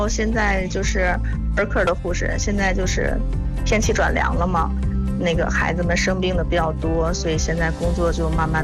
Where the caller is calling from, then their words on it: Tangshan, Hebei, China; 我是唐山的。